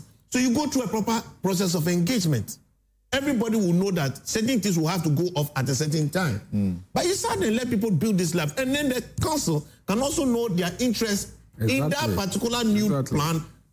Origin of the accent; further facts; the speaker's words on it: Accra, Greater Accra, Ghana; I come from Jamestown, British Accra.